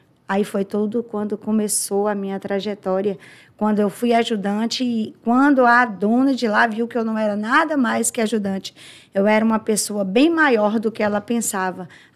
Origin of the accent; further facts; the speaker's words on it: Nanuque, Minas Gerais, Brazil; Eu sou de Nanuc, nasci e criei aqui em Nanuc.